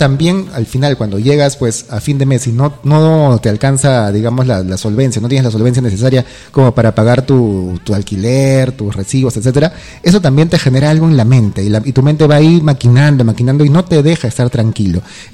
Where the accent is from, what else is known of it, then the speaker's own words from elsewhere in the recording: Lima, Peru; moved away; yo viví en Lima, ¿no? Yo soy de Lima.